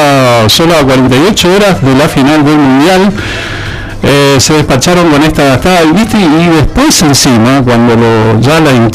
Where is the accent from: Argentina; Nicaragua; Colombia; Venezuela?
Argentina; de la cual estamos siendo víctimas los argentinos